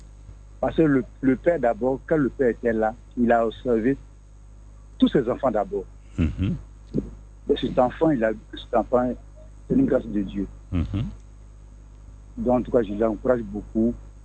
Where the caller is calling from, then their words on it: Abidjan, Côte d’Ivoire; De Port-Boué.